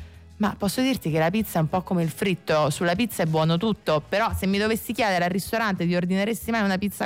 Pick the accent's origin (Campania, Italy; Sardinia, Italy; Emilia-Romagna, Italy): Campania, Italy; Salerno; Io sono di Salerno, ma mi autodenuncio ai miei concittadini perché io preferisco la pizza romana.